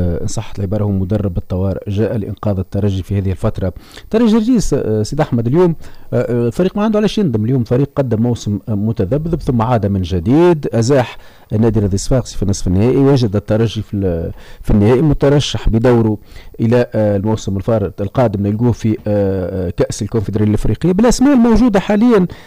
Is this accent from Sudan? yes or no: no; Tunisia; احنا عندنا في تونس